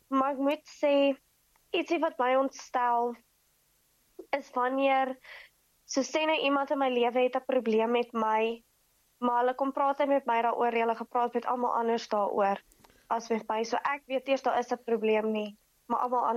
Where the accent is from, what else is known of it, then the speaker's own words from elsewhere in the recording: Klerksdorp, North West, South Africa; also born or lived in Modimolle (Nylstroom); now in Potchefstroom, South Africa; Ek is gebore in Klerksdorp. Ek was in Laerskool Goudkop en ek was in Hoërskool Westfalia. Ek bly al daar van het ek 9 jaar oud is. Ek is gebore daar en toe trek ons Nylstroom toe 'n paar jaar later en toe het ons weer teruggetrek van Nylstroom